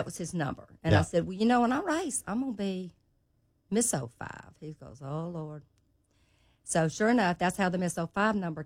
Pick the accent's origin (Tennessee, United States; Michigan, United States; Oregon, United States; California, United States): Tennessee, United States; Memphis; Hey, I was born and raised here in Memphis, Tennessee. For all your old people out there, it was the Sherwood Forest area, as a lot of you probably remember.